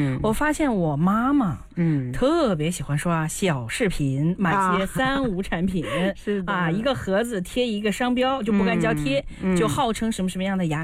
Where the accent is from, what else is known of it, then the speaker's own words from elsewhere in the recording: northern China, China; 我是北方人